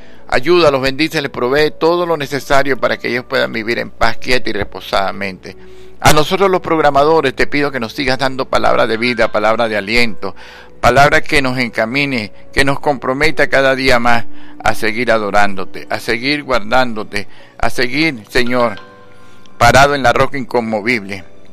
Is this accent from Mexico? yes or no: no; Venezuela; te doy gracias por mi tierra. Gracias, Padre amado, porque de verdad con Venezuela te pasaste.